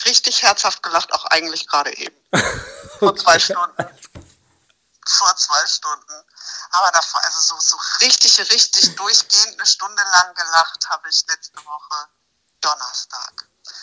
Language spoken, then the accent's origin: German; Baden-Württemberg, Germany; accent: Kinzigtal dialect; und jetzt werde ich wegen meiner Kinzigtäler, wegen meinem Kinzigtäler Dialekt auch noch irgendwie als Ausländerin betitelt.